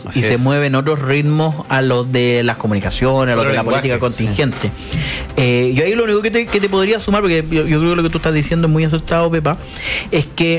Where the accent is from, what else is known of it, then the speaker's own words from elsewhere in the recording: Chile; nosotros somos representantes de Chile y estamos para proteger los intereses nuestros chilenos.